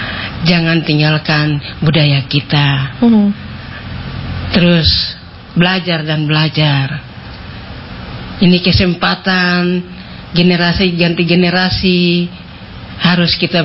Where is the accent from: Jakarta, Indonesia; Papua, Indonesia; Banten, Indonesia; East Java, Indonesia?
Papua, Indonesia; Saya orang Papua